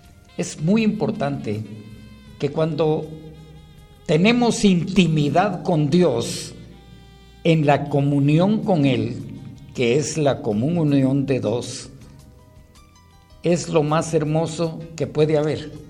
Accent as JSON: {"language": "Spanish", "town": "Cuilco", "region": "Huehuetenango", "country": "Guatemala", "moved": "yes", "said": "me escucha en mi pueblo, Cuilco. Ah, mi Cuilco adorado. Soy de Cuilco. Y por eso envío un saludo a mi pueblo maravilloso."}